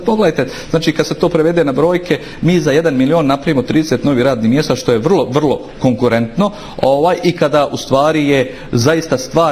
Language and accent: Bosnian; Velika Kladuša, Federation of Bosnia and Herzegovina, Bosnia & Herzegovina; Ja dolazim iz Velike Kladuše, tu zaista nedostaje smještajnih kapaciteta